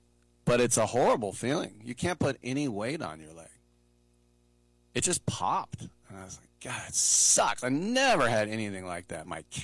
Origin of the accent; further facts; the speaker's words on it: California, United States; as a Californian